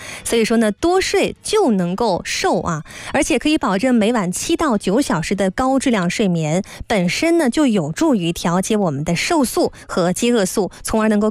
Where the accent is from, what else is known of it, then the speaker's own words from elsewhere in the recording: Guangdong, China; 因为我们广东人在吃饭前呢，都喜欢先喝一碗靓汤啊，